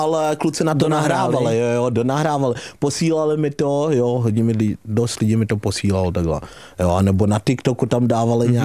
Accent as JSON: {"language": "Czech", "town": "Beroun", "region": "Central Bohemian Region", "country": "Czechia", "also_born_or_lived": "Zambia"}